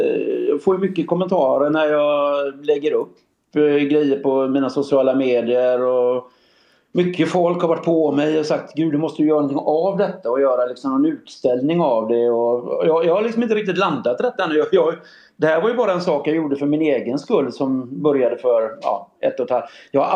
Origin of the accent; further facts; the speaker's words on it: Varberg, Halland County, Sweden; born there; För länge sedan, hemma i Varberg en gång i tiden.